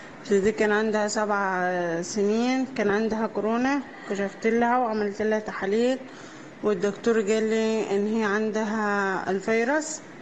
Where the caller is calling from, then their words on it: Al Qusiya, Asyut Governorate, Egypt; أنا بنت الرب من أسيوط القصية